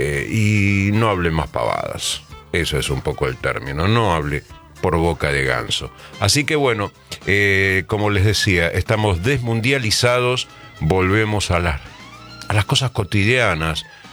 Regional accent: Argentina; Mire, yo no recuerdo que acá en mi país, en la República Argentina

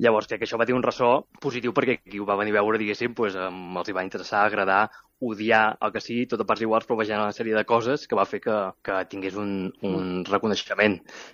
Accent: Mataró, Catalonia, Spain; born or raised there

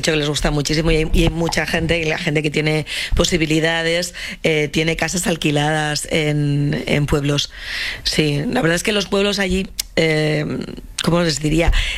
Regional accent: Castile and León, Spain; now in Germany; yo que soy de Castilla y León, bueno, pues ves a pueblos muy pequeñitos

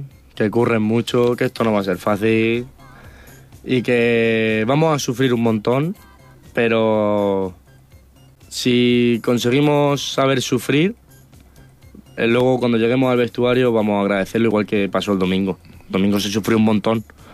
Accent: Villena, Valencian Community, Spain; yo sí que seguía al Villena, al final sigue siendo el equipo de mi pueblo.

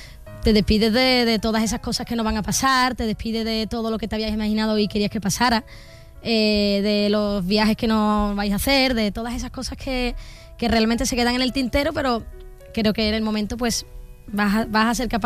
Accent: Jerez de la Frontera, Andalusia, Spain; moved away; volver a Jerez, a mi tierra

